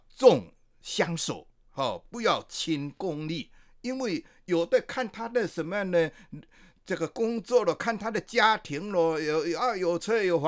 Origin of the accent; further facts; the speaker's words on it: Fujian, China; 在我们闽南传统